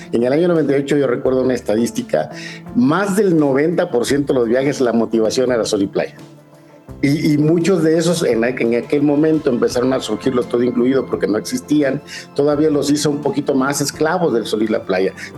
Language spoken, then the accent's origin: Spanish; Mexico; somos los mexicanos, la verdad, un pueblo hospitalario y extraordinario por naturaleza.